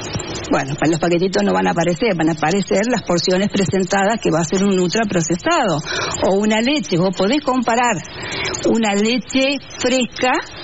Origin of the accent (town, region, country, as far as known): Argentina